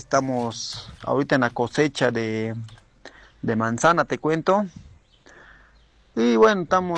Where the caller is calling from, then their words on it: Chile; estamos escuchando nosotros acá desde Chile.